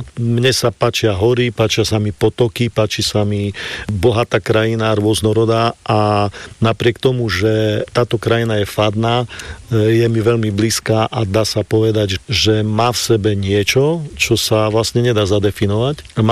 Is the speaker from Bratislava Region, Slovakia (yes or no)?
no; Košice Region, Slovakia; že my sme Zemplínčania a tam asi ten Abol, Šáriš a to všetko sa láme a prechádza do čistého Zemplína a Zemplín je môj rodný kraj.